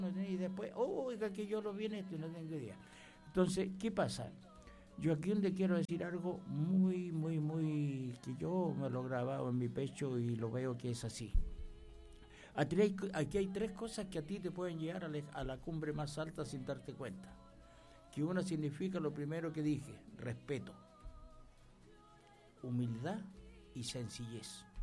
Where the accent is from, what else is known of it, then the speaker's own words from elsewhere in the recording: Chile; yo soy parte de Chile y esta es la identidad de nuestro país que se llama Chile.